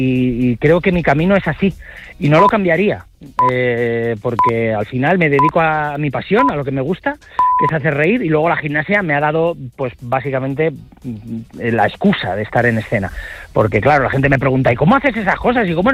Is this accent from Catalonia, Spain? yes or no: no; Alicante, Valencian Community, Spain; ya que yo soy valenciano, soy de Alicante, soy de la mayor Terreta Almón.